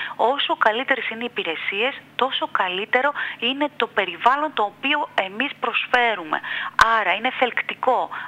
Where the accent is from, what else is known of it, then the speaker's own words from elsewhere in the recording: Samos, North Aegean, Greece; Και δεν είναι μόνο το ότι εγώ είμαι σαμιώτης κατ' εφημισμό.